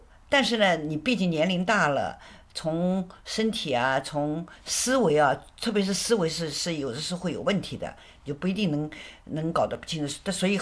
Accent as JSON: {"language": "Chinese", "town": "Shouxian", "region": "Anhui", "country": "China", "tie": "born or raised there", "lives_now": "Nanjing, China", "said": "然后12号我会到寿县，安徽的寿县。为什么要去呢？因为那个城市是一个很古老的一个城市，我的老家是寿县的，所以我一直想回去看看。"}